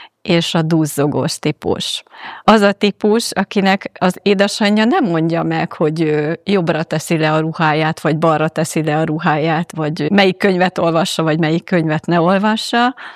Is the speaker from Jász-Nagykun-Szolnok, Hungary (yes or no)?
no; Nyíregyháza, Szabolcs-Szatmár-Bereg, Hungary; moved away as an adult; now in Budapest, Hungary; Én kamaszkoromat vidéken töltöttem. Én Nyíregyházáról származom, és ott éltem meg ezt az időszakot, 23 éves voltam, amikor Budapestre költöztem.